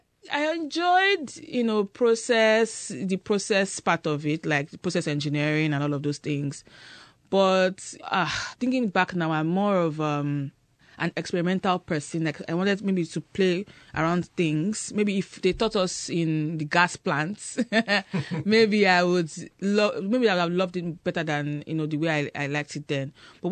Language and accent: English; Ibadan, Oyo, Nigeria; born or raised there; also born or lived in Lagos / Enugu